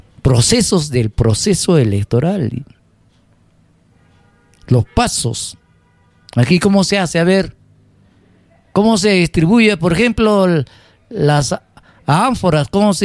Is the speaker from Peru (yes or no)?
yes; Peru; somos peruanos, pues.